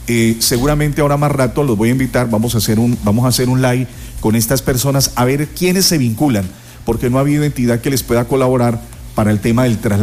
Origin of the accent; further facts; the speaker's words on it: Colombia; Todos somos colombianos